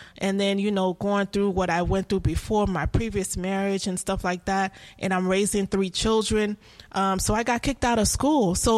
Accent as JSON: {"language": "English", "country": "United States", "tie": "born or raised there", "first_language": "Haitian Creole", "second_language": "English", "said": "No, I am not from Haiti. My family is from Haiti. So I am Haitian American. I was born here in the U.S."}